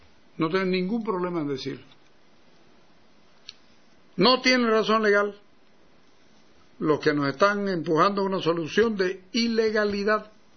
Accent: Santa Cruz, Bolivia; soy un convencido que Santa Cruz es mi patria y Bolivia es mi país. Y que es difícil ser boliviano siendo cruceño.

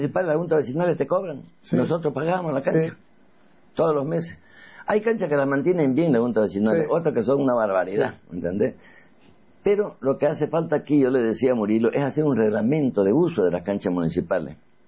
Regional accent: Bolivia; como somos los bolivianos

